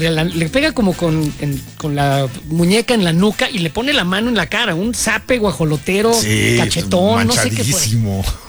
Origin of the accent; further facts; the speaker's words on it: Mexico; sin duda, como mexicanos, sin duda, pero pinche gobierno omiso.